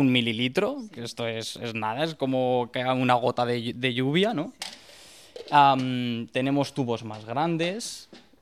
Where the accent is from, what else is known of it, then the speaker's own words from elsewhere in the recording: Madrid, Community of Madrid, Spain; Pues mira, yo hice biología en Madrid, soy madrileño, estudié en la Universidad de Alcalá